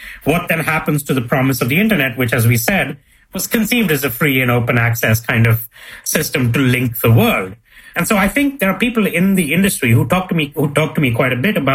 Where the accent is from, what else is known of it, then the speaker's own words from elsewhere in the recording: India; So I'm from India, for example, and many, if not all, of the undersea data cables that land in India today land in Mumbai on the west coast or Chennai on the east coast.